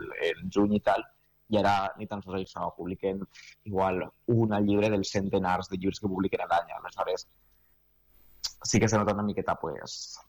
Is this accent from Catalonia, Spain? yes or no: no; Vila-real, Valencian Community, Spain; jo soc del País Valencià, soc de Vila-real